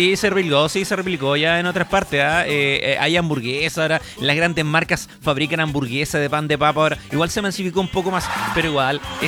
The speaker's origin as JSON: {"language": "Spanish", "town": "Valdivia", "region": "Los Ríos", "country": "Chile", "said": "yo soy de Valdivia, somos alemanes allá. Somos alemanes."}